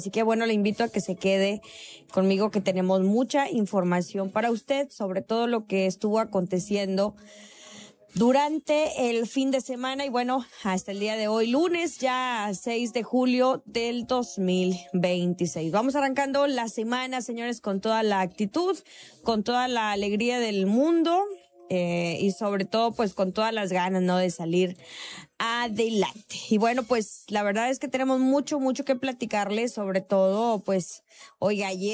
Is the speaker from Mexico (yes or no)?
yes; Mexico; somos mexicanos